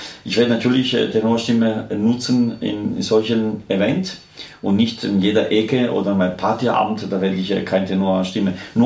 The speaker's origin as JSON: {"language": "German", "region": "Abruzzo", "country": "Italy", "second_language": "German", "moved": "yes", "lives_now": "Germany", "said": "also wir kommen aus, also ich komme aus Abruzzen, von mir gegenüber von Rom."}